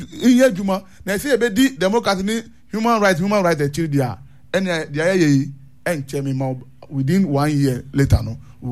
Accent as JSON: {"language": "English", "country": "Ghana", "said": "a bit my hand here as a Ghanaian."}